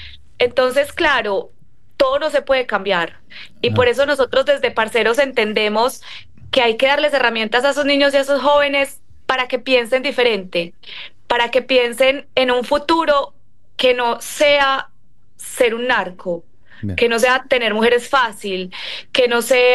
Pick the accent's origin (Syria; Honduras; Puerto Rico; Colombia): Colombia; Medellín, Antioquia; Cualquier persona que vivimos, que crecimos en Medellín, sabemos distinguir si un estruendo que suena es pólvora o ala. Nosotros crecimos con miedo